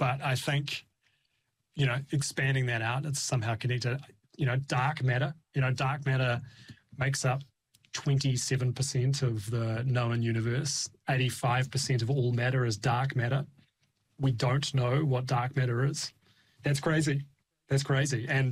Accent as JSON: {"language": "English", "country": "Tonga", "tie": "born or raised there", "moved": "yes", "said": "when we were in Tonga, when we were growing up in Tonga"}